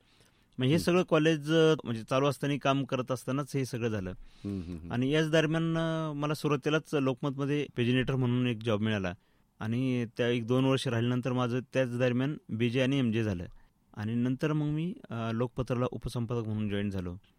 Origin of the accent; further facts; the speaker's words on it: Agadgaon, Maharashtra, India; खरं तर माझं बालपण आगडगाव, माझं गाव आहे आगडगाव नगर तालुक्यामध्ये, नगरपासून साधारण 20 किलोमीटर आहे.